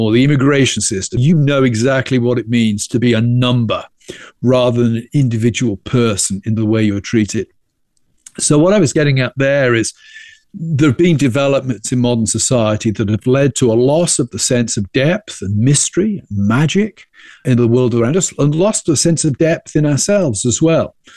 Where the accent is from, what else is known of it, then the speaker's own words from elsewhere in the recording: England, United Kingdom; When I was growing up in Europe, the political debates in England were, you know, they're about tax rates